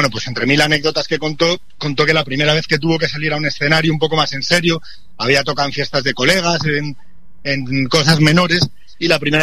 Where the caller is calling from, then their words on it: Madrid, Community of Madrid, Spain; Estoy en Madrid.